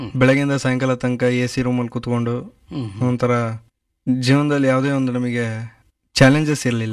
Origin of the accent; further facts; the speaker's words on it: Bhadravati, Karnataka, India; also born or lived in Bheemanagatte, Thirthahalli taluk / Bengaluru / Hyderabad; ನಾನು ಹುಟ್ಟಿದ್ದು ಭೀಮನಗಟ್ಟೆ ಅಂತ, ತೀರ್ಥಹಳ್ಳಿ ತಾಲೂಕು. ಎಜುಕೇಷನ್ ಮಾಡಿದ್ದೆಲ್ಲ ಭದ್ರಾವತಿಯಲ್ಲೇ. ಪೂರ್ಣ ಪ್ರಜ್ಞ ಮತ್ತು ಜವಾಹರಲಾಲ್ ನೆಹರು ಶಾಲೆಯಲ್ಲಿ ನಾನು ಓದಿದ್ದು.